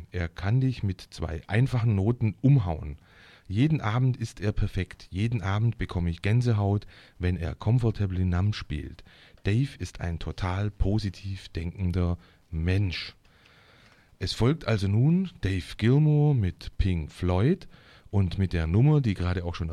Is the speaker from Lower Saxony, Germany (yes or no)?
no; Eisenach, Thuringia, Germany; Ich bin aus Eisenach und verantwortlich für diese Sendung.